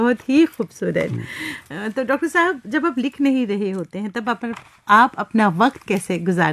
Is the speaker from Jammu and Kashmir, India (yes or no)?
yes; Jammu and Kashmir, India; मैं कश्मीर से हूँ